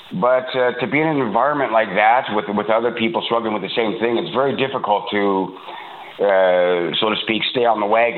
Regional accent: Toronto, Ontario, Canada; also born or lived in British Columbia; I grew up in Toronto, and I was put in foster care at the age of 6, shuffled to 15 different group homes and foster homes from the age of 6 to 18

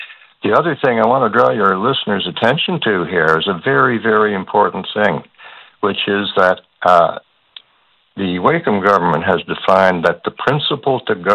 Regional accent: Newfoundland and Labrador, Canada; I'm also a Newfoundlander and Labradorian with deep roots in this province and a deep love and affection for it.

